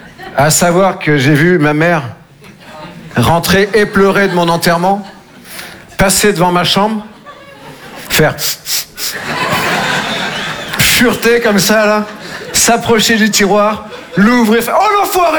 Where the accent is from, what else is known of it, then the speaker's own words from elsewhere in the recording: Nouvelle-Aquitaine, France; Moi, je viens des Deux-Sèvres. Je sais pas si vous connaissez. Entre la Vienne et la Vendée. Ça aide pas des masses, visiblement, quoi. Entre le Puy du Fou et le Futuroscope. Voilà, c'est au milieu.